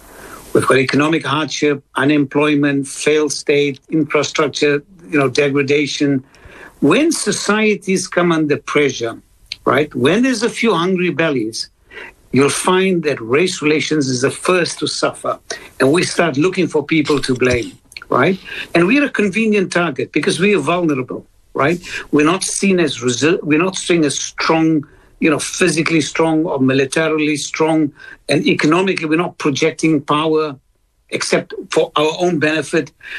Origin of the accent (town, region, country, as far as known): South Africa; moved away as an adult; also born or lived in Malaysia; now in Perth, Australia